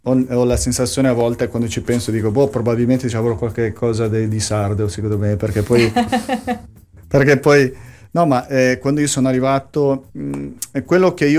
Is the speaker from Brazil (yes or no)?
yes; Brazil; noi veniamo dal Brasile, di un paese che secondo me al di là di adesso, no?